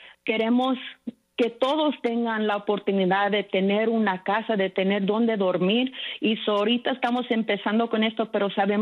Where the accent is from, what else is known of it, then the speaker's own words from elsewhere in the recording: Oxnard, California, United States; cuando yo estaba creciendo en Oxnard, California, yo estaba creciendo con coaches que eran afroamericanos.